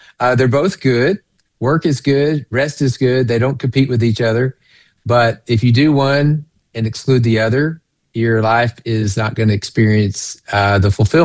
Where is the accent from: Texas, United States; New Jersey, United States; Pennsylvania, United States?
Texas, United States; Tyler; also born or lived in Dallas, Texas; now in Arkansas, United States; I grew up in a church in East Texas, Tyler, Texas, and I am a deacon's kid, a son and grandson of deacons.